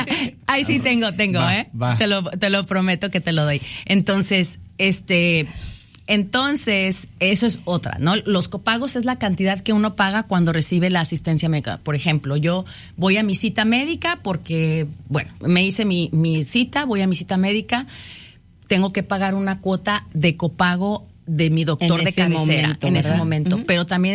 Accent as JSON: {"language": "Spanish", "country": "Mexico", "moved": "yes", "lives_now": "Wisconsin, United States", "said": "yo como mexicana, ¿no? Pero acá en Wisconsin"}